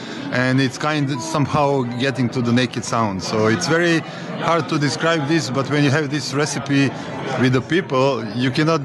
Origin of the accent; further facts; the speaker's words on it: Belgrade, Serbia; English is a second language; coming from Serbia, Belgrade, so Balkan area of the Europe, south of Europe.